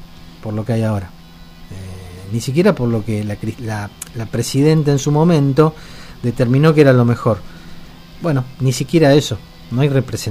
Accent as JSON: {"language": "Spanish", "country": "Argentina"}